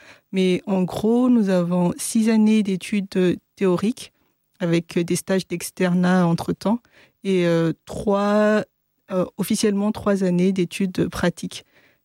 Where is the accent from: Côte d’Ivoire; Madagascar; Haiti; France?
Madagascar; Mahajanga, Boeny; j'ai fait de la 6e à la fin de mes études de médecine à Majunga, où du coup, je décide que je viens de Majunga, du coup.